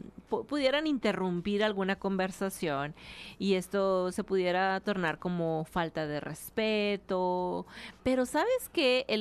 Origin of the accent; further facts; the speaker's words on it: Mexico; algunos que somos mexicanos y estamos en zona fronteriza